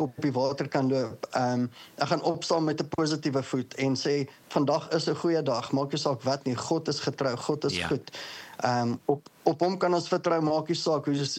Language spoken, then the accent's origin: Afrikaans; Boksburg, Gauteng, South Africa; So, ek kom van die Oostrand af in Johannesburg, Boksburg. Mm-hmm. Ek is maar nog hier my hele leven lang. So, dis waar ek groot geword het, dis waar ek nog tans bly.